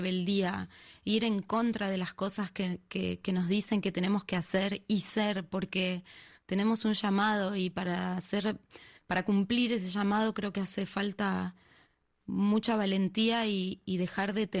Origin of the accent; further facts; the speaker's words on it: Argentina; moved away as an adult; now in France; desde que me fui de Argentina, que soñaba con que me pase eso, con poder cantar en mi país para mi pueblo. Y me pasó después de un largo camino, porque 21 años, casi 22 años hace que me fui.